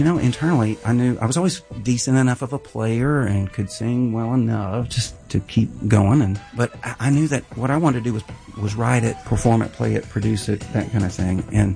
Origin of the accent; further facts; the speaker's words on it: Ada, Oklahoma, United States; I'm from Ada, Oklahoma, southeastern Oklahoma. It's a great place to be.